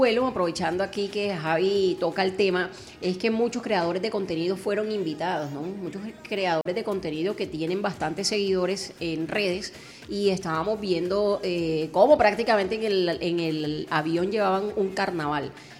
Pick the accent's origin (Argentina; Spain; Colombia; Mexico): Colombia; Caribbean Region; los que somos del Caribe